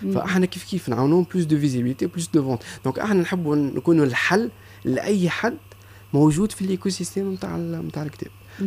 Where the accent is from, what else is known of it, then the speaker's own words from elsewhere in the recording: Tunisia; انا كتونسي